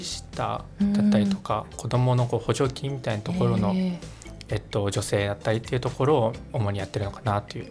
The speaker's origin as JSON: {"language": "Japanese", "region": "Gifu", "country": "Japan", "tie": "born or raised there", "moved": "as an adult", "lives_now": "Chofu, Japan", "said": "私は岐阜県出身です。"}